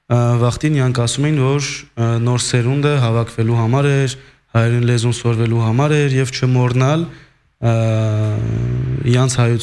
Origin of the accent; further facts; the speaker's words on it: Lyon, Auvergne-Rhône-Alpes, France; Ես Լիոնից եմ, Լիոնից մի կես ժամ կամի քաղաք Վիեն, որտեղ թուրքական համայնքները հարձակվել են հայերի վրա։